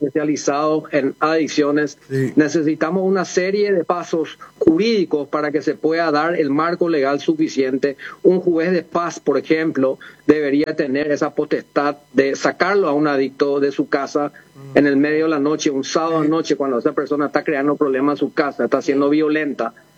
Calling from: Asunción, Paraguay; Estoy por Asunción, sí. Estoy acá por Asunción con el tema del centro del faro, de mi profesión de abogado.

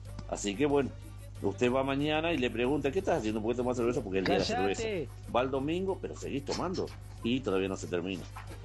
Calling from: Argentina; todos los argentinos somos así, Federico.

